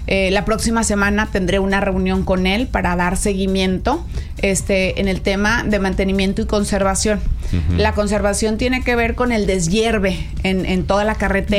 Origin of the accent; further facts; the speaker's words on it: Coahuila, Mexico; los proyectos para mi estado de Coahuila